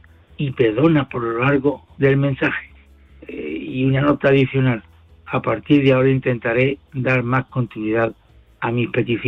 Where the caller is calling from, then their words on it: Seville, Andalusia, Spain; de Sevilla